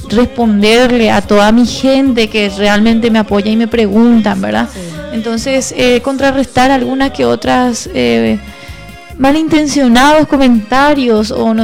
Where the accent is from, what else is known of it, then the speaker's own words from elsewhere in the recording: Nueva Alborada, Itapúa, Paraguay; somos todos de Nueva Alborada y somos todos vecinos.